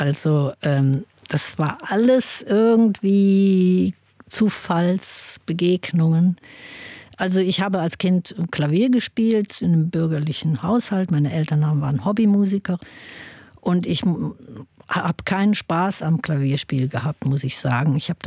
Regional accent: Krefeld, North Rhine-Westphalia, Germany; dass in meiner Heimatstadt Krefeld ein Amateurtheater, das Theater am Marienplatz gibt.

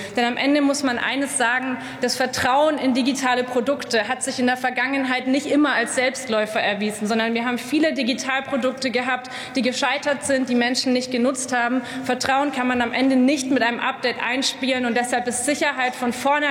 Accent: Nuremberg, Bavaria, Germany; Im Moment in meiner Heimatstadt Nürnberg wurde eine Haushaltssperre verhängt.

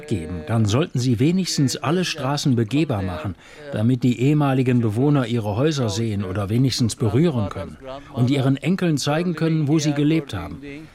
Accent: Famagusta, Famagusta District, Cyprus; Wir haben in dieser Stadt immer alle friedlich zusammengelebt.

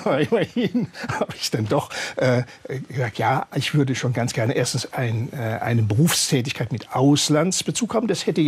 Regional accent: Baden-Württemberg, Germany; Ich komme aus Südbaden und da ist alles sehr badisch und sehr lieb und behäbig und ja.

